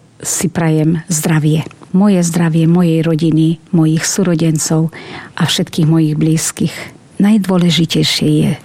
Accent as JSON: {"language": "Slovak", "town": "Krásna Lúka", "region": "Prešov Region", "country": "Slovakia", "said": "A u nás v Krásnej Luke v lete máme krásnu prírodu a tam sa rada prechádzam."}